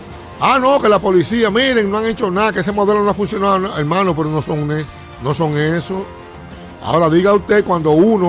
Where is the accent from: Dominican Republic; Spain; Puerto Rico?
Dominican Republic